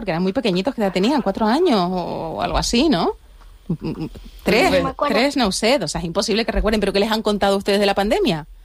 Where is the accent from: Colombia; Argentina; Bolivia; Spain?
Spain; Canary Islands